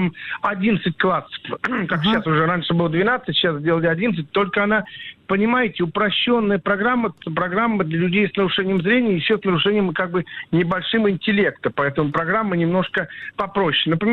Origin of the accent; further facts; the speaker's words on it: Moscow, Russia; Я сам из Москвы.